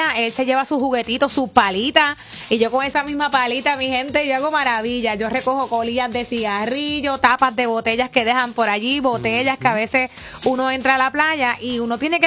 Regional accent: Puerto Rico; esto nos engrandece como puertorriqueños

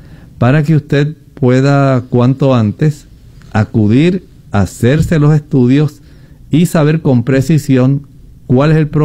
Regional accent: Colombia; cómo se le conoce a la planta rusco en mi país, en Colombia

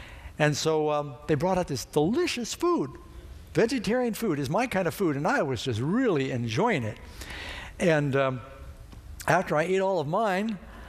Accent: California, United States; I'm from California. We eat Mexican food.

